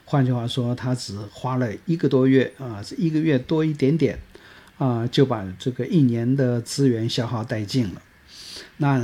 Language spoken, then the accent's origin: Chinese; Taiwan; 所以如果说我们现在全球的人都跟我们台湾人现在的生活方式是一样的